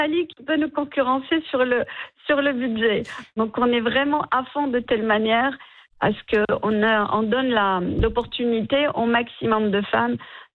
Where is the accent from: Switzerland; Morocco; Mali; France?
Morocco; Et on est marocain, donc on peut se déplacer au sud du Maroc quand on veut, on est agile, on est flexible.